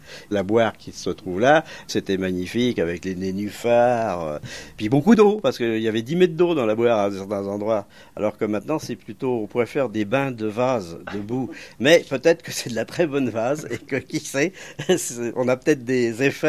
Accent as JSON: {"language": "French", "country": "France", "tie": "born or raised there", "said": "Du cru, tout à fait. Je suis né à la Patache. J'ai vécu à la Patache. C'est mon arrière-grand-père qui a acheté une partie de la maison à l'époque."}